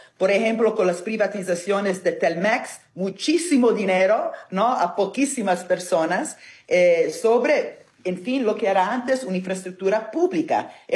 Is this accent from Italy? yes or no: yes; Italy; Spanish is a second language; Recordámonos que soy italiana, ¿no? Donde la mafia es el puesto más grande esfuerzo.